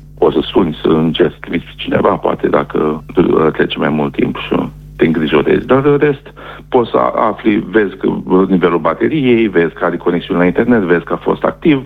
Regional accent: Suceava County, Romania; born or raised there

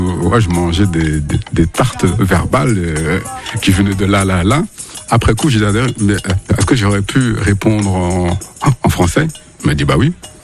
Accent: Paris, Île-de-France, France; je viens de la Goudor de Château-Rouge, qu'est-ce qu'il y a? Je viens du 18e.

